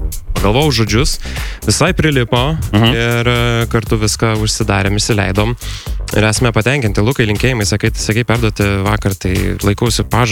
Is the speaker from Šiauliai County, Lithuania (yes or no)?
yes; Šeduva, Šiauliai County, Lithuania; Aš jau esu iš Šeduvos.